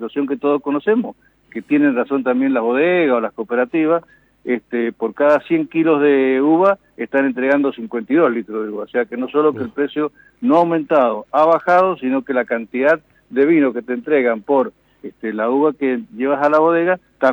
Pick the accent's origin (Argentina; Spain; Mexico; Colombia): Argentina; Guaymallén, Mendoza; cuando vengo de mi departamento de Guaymallén hacia Junín